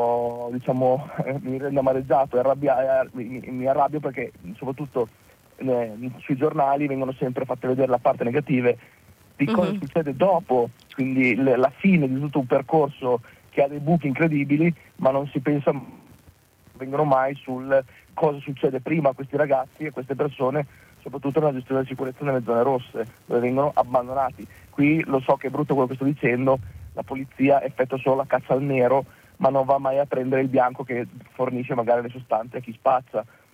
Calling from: Bologna, Emilia-Romagna, Italy; io sono di Bologna.

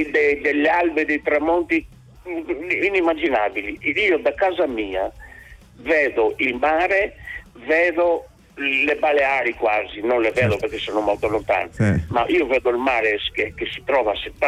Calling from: Mogorella, Sardinia, Italy; Il mio paese è uno dei più bei paesini di questa zona. Abbiamo una posizione ideale, il sole tutto il giorno, degli alberi, dei tramonti inimmaginabili.

